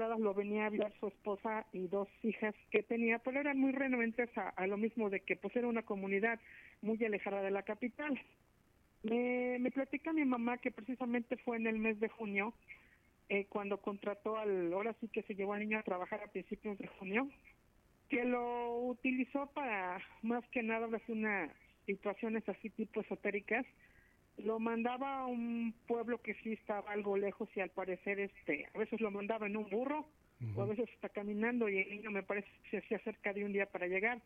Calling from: Zacatepec, Mexico; Ahorita actualmente estoy en Zacatepec

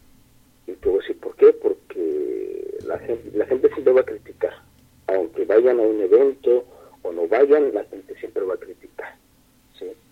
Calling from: Mexico; en mi tierra

